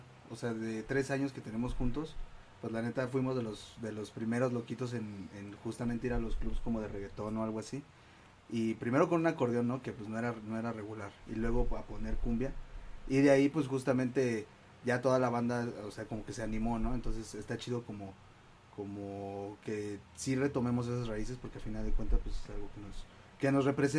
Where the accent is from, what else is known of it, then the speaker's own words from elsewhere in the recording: Mexico City, Mexico; nosotros dos somos de San Juan